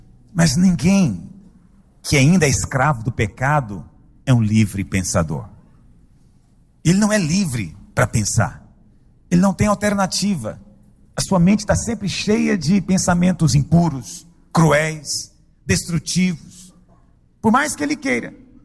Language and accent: Portuguese; Goiânia, Goiás, Brazil; De onde você é? Eu sou de Goiânia.